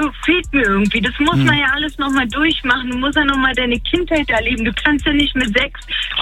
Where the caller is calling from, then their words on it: Croatia; Aus Kroatien.